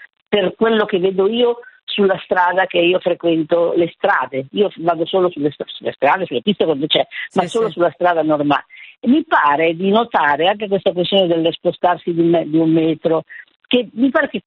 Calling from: Varese, Lombardy, Italy; sono di Varese.

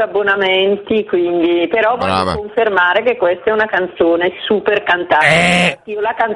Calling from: Brescia, Lombardy, Italy; Vengo da Brescia

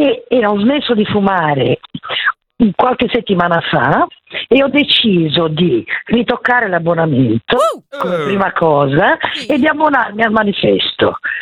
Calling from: Brescia, Lombardy, Italy; chiamo da Brescia.

